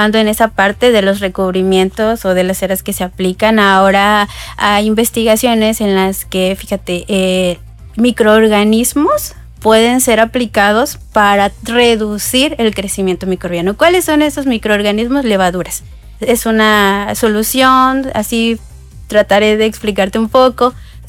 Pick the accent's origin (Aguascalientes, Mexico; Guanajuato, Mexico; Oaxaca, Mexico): Oaxaca, Mexico; Tuxtepec; moved away; Soy de Tuxtepec, Oaxaca.